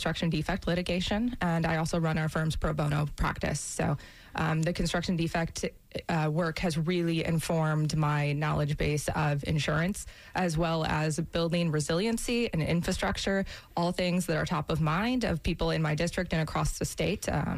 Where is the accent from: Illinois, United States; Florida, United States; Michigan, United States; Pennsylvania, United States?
Michigan, United States; Originally from Michigan. I've been here about 10 years.